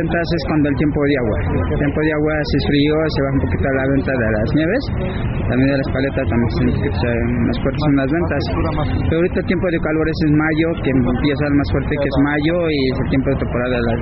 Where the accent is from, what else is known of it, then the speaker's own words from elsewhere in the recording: Temoaya, State of Mexico, Mexico; Originario, soy de Toluca, de Temoy, estado de México, Ceremonial Otomí, y de hecho es originario de allá donde he nacido.